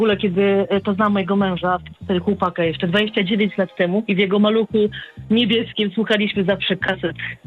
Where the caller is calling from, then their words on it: Lublin, Lublin Voivodeship, Poland; my jesteśmy z Lublina